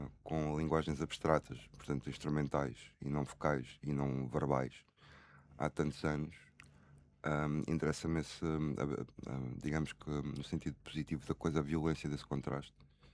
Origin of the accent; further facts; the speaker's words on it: Setúbal, Portugal; also born or lived in Lisbon; eu fugi de onde eu cresci, que foi em Setúbal, sou lisboeta, mas cresci lá